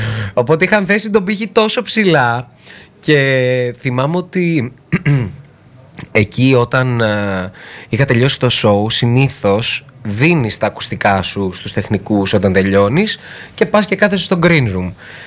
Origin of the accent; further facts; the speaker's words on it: Serres, Central Macedonia, Greece; από το σπίτι μου, από το χωριό μου, ας πούμε στα Σέρας.